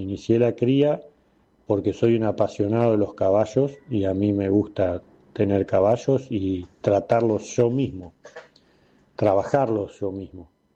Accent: Gualeguaychú, Entre Ríos, Argentina; soy de Gualeguaychú, Entre Ríos, Argentina

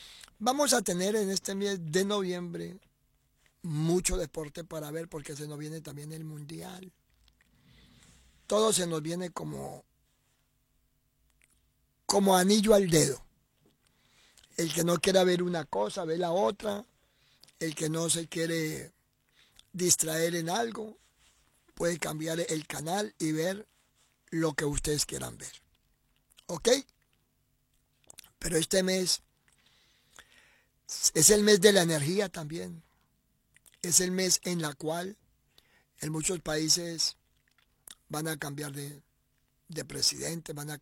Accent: Colombia; Yo soy colombiano

